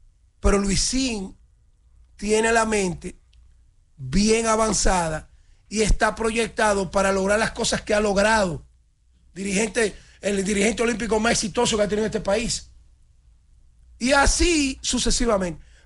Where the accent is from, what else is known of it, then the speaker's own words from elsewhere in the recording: Dominican Republic; moved away; also born or lived in New York; Yo soñaba con volver a mi país, porque en mi país …